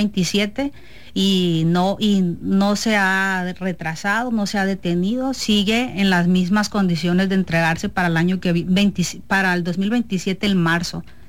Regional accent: Barras de Piaxtla, Sinaloa, Mexico; now in Culiacán, Mexico; mi comunidad, mi municipio, Barras de Piastla, pues está muy cerca de Estación Dimas, del pueblo de donde yo soy.

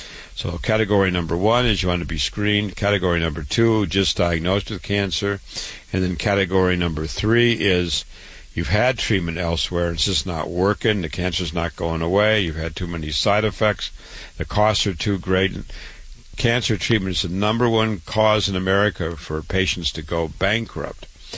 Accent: Waterloo, Iowa, United States; was born and raised in Waterloo, Iowa, went to the University of Iowa, MD at 25, my home state.

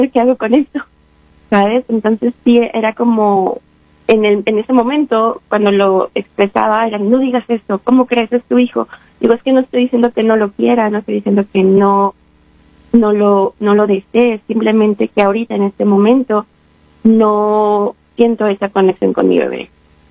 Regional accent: Apizaco, Tlaxcala, Mexico; soy mexicana del estado de Tlaxcala, es el estado más chiquito que se encuentra en la República Mexicana, en la ciudad de Apitaco.

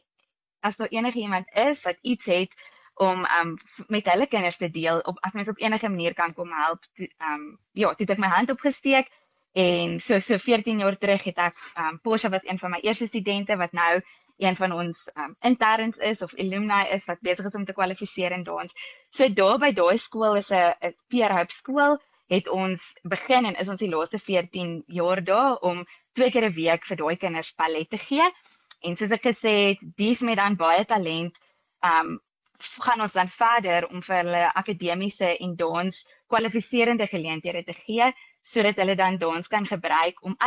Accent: Pretoria, Gauteng, South Africa; ek het begin in my tuisdorp, dis ons maar die patroon wat Jesus gevolg het. So my tuisdorp was so 'n geleentheid by Morletta Kerk.

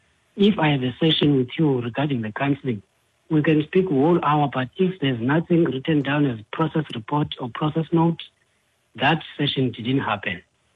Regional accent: Port St. Johns, Eastern Cape, South Africa; I'm from Port St. John's.

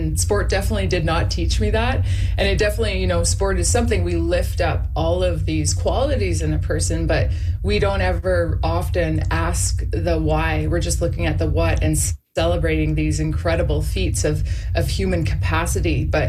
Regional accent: Winnipeg, Manitoba, Canada; Roots are forever planted in prairie soil and my hometown of Winnipeg.

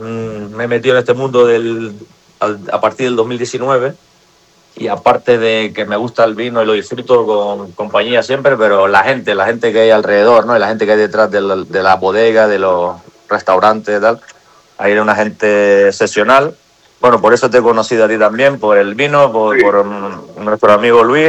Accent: Canary Islands, Spain; yo soy de las Islas Canarias, del sur, pero tengo unos terrenos, unos viñedos en la zona centro de la isla

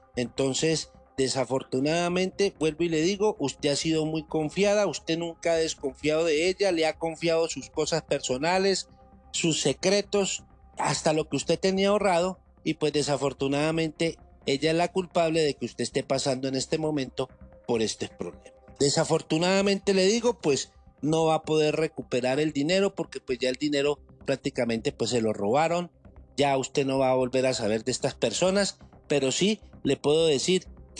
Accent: Mexico; now in United States; un tehuacán de los que llamamos en México, un agua mineral

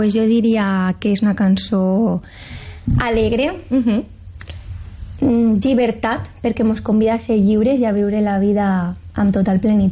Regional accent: Paiporta, Valencian Community, Spain; en el meu poble, en Paiporta

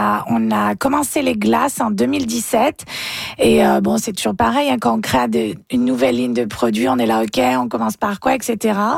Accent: France; moved away; C'est quand j'étais petite en France

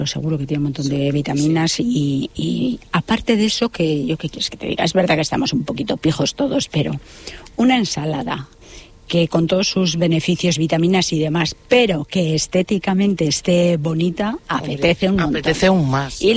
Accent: Navarre, Spain; also born or lived in Gipuzkoa; now in Álava, Spain; yo que soy una navarra convertida en guipuchi y ahora estoy en Álava

